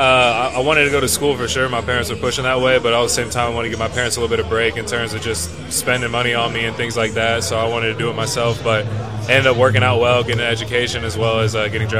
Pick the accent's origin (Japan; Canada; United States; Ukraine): United States; the South; And then just being in the South and growing up in the South, visiting all those schools